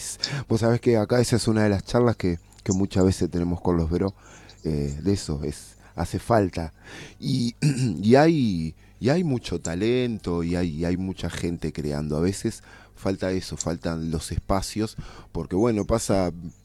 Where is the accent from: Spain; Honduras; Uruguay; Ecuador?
Uruguay; Montevideo; now in Argentina; Yo soy uruguayo de Montevideo, ahora vivo acá hace años en Argentina